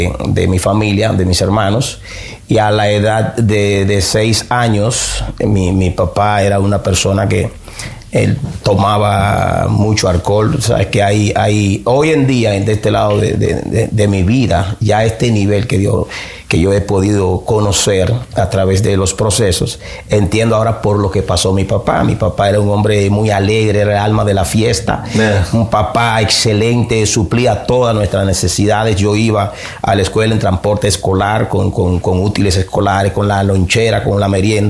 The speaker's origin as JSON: {"language": "Spanish", "country": "Dominican Republic", "tie": "born there", "said": "Nací en República Dominicana el 14 de abril de 1976, hijo de un maestro, de un profesor de mecánica automotriz y una maestra de primaria"}